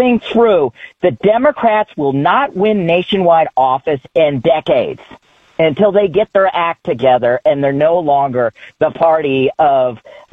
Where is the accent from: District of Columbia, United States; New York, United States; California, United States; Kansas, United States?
California, United States; I'm from California